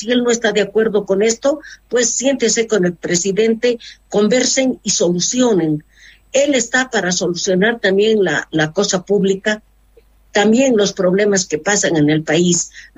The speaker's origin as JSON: {"language": "Spanish", "country": "Bolivia", "said": "quienes pagan los platos rotos somos los bolivianos"}